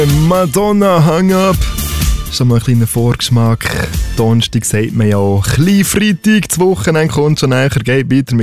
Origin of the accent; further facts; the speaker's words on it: Bern, Switzerland; Also ich als Berner wäre ich bei diesem Game komplett verloren.